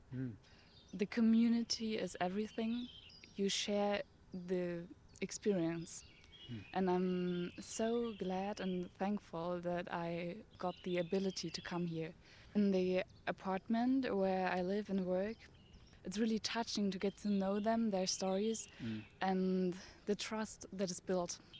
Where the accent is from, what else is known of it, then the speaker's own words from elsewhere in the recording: Dresden, Saxony, Germany; English is a second language; moved away as an adult; I'm 19 years old and I am from Germany, from Dresden. I'm here for doing volunteer service for 1 year.